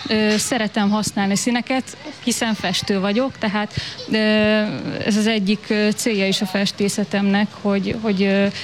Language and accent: Hungarian; Szolnok, Jász-Nagykun-Szolnok, Hungary; born there